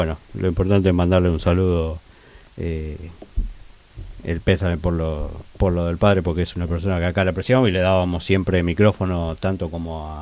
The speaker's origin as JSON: {"language": "Spanish", "region": "Buenos Aires", "country": "Argentina", "said": "en Barracas, de donde yo soy."}